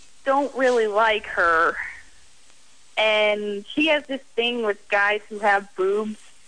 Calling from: Fulton, Missouri, United States

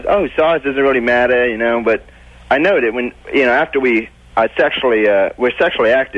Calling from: Australia; I'm Aussie, not a Kiwi.

